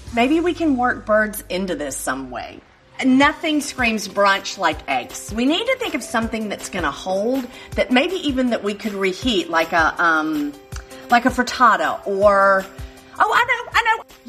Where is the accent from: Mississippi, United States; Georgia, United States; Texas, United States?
Mississippi, United States; Oxford; invited to join … for an outdoor brunch in my hometown, Oxford, Mississippi.